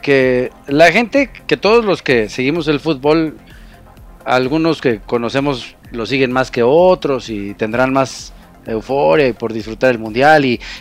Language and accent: Spanish; Mexico